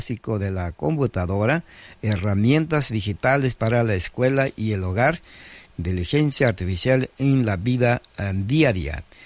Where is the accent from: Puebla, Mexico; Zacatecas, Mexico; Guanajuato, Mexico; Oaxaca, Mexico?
Oaxaca, Mexico; San Juan Mixtepec; moved away; Yo soy de San Juan Mixtepec